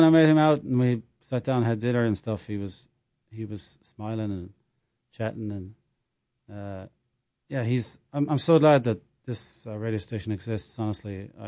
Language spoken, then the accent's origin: English; Ireland; moved away as an adult; now in United States; as an Irishman